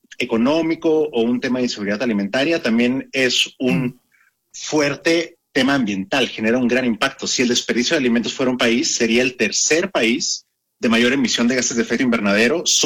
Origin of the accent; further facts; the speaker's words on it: Mexico; siendo mexicano